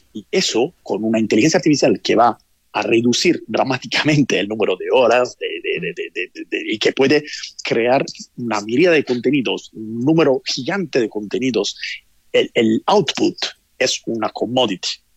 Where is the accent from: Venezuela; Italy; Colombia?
Italy; now in Spain; yo soy italiano, vivo en España, en Europa